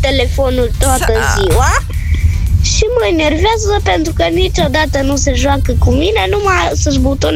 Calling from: Cluj-Napoca, Cluj County, Romania; din Cluj, hey, și am 8 ani.

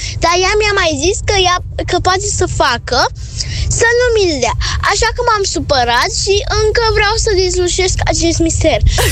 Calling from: Berceni, Romania; din comuna Berceni.

